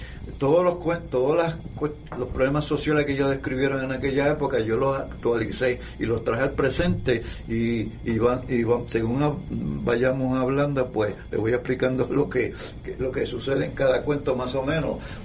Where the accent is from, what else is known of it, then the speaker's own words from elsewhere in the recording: Puerto Rico; yo como todo puertorriqueño de los 60